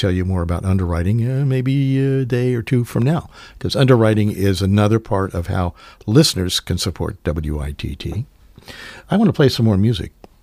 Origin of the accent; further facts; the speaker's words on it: Peru, Indiana, United States; born there; now in Indianapolis, United States; I lived in Peru, Indiana, till 1959 when my family moved to Indianapolis.